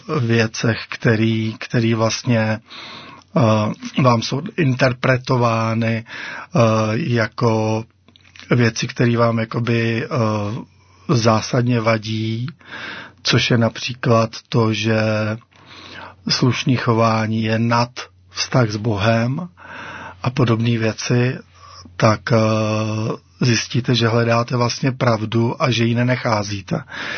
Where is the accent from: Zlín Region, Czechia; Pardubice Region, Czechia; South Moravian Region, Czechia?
Pardubice Region, Czechia; Chrast; Jsem z Chrasti u Chrudimi.